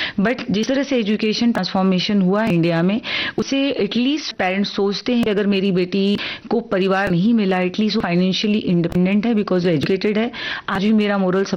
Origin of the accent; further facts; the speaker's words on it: Uttar Pradesh, India; क्योंकि हम उत्तर प्रदेश से हैं, राजस्थान हुआ या हरियाणा हुआ